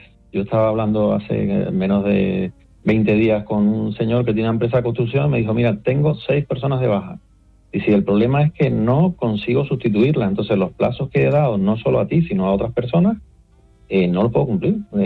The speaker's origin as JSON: {"language": "Spanish", "town": "Puerto de la Cruz", "region": "Canary Islands", "country": "Spain", "said": "Hoy en día obra nueva, aquí en el puerto, yo soy de Puerto de la Cruz y aquí en el puerto no hay ninguna grúa."}